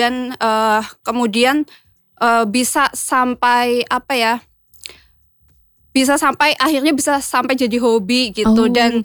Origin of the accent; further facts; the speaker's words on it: Kebumen, Central Java, Indonesia; Oke, kenalin ya teman-teman … aslinya dari Kebumen.